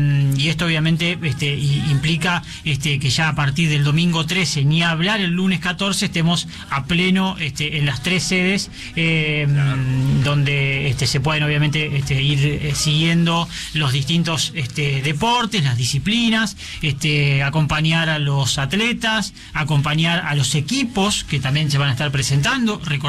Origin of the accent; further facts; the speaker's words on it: Santa Fe, Argentina; para aquellos que somos de Santa Fe